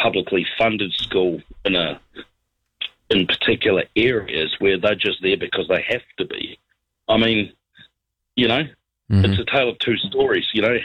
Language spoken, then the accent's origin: English; Christchurch, Canterbury, New Zealand; I mean, I'm from Christchurch